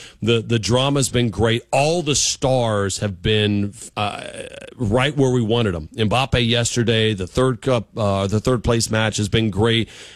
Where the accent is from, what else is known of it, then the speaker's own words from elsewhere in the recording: Louisiana, United States; I'm this Cajun kid from Louisiana.